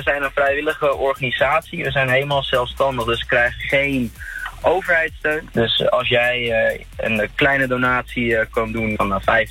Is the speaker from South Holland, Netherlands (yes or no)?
no; Zandvoort, North Holland, Netherlands; Ik ben opgegroeid in Zandvoort